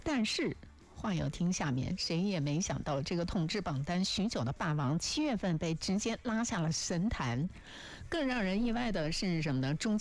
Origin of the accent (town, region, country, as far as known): China